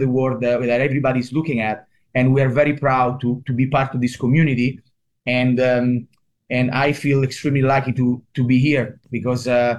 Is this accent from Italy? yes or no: yes; Rome, Lazio, Italy; English is a second language; those bars that I used to go with my dad in Italy, in Rome. I'm from Rome.